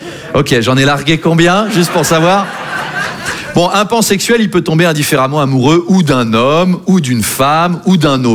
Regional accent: Versailles, Île-de-France, France; moi je viens de Versailles. Il y en a qui connaissent? Qui sont déjà allés, c'est un délire, hein. Moi, j'ai passé 22 ans de ma vie là-bas.

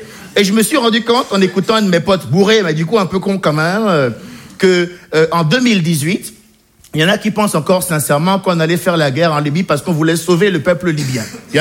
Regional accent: Benin; born or raised there

